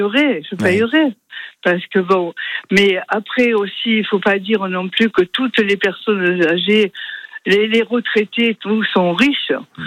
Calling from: Marseille, Provence-Alpes-Côte d'Azur, France; je suis à Marseille dans le 5e arrondissement.

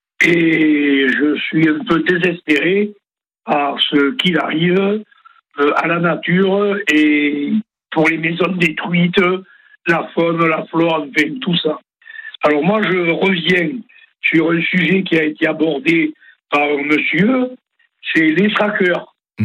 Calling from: Draguignan, Provence-Alpes-Côte d'Azur, France; je vous appelle de Draguignan. Draguignan, je ne suis pas loin du pays de Fayence, dans le pays de Fayence, vous connaissez, vous en parlez, c'est à mi-chemin entre Draguignan et Nice.

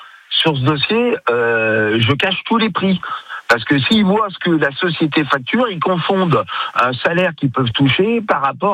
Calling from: Caluire-et-Cuire, Auvergne-Rhône-Alpes, France; Caluire, c'est à côté de Lyon.

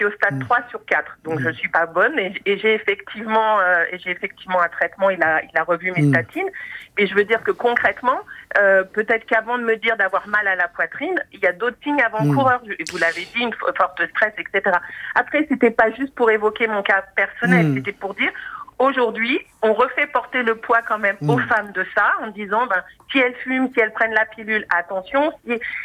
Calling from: Maisons-Alfort, Île-de-France, France; J'appelle de Maison-Alfort.

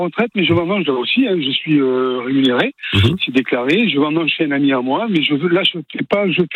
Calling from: Nouvelle-Aquitaine, France; Je suis dans le Médoc, là. Je suis à Végadon.

